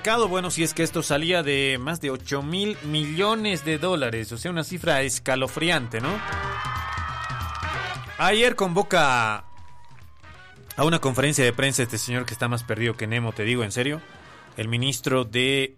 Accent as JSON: {"language": "Spanish", "country": "Bolivia", "said": "como muchos de nosotros que nos hemos sentido avergonzados como bolivianos"}